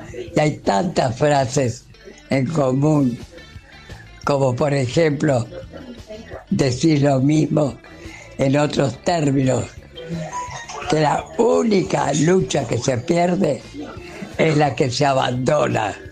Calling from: Paraná, Entre Ríos, Argentina; todos somos de ahí, de Paraná.

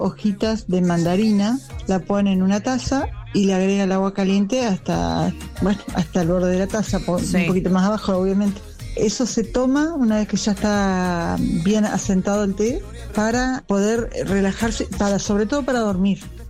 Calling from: Colón, Entre Ríos, Argentina; de Colón, de Ríos

